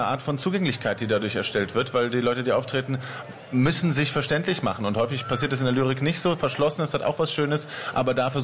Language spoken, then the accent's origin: German; Berlin, Germany; so sind wir Berliner